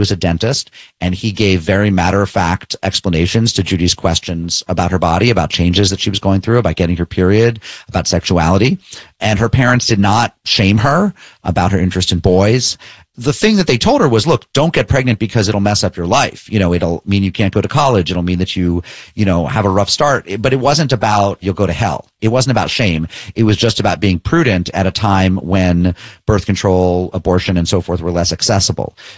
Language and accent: English; Springfield, Massachusetts, United States; I think they were all by my bedside table growing up in Springfield, Massachusetts.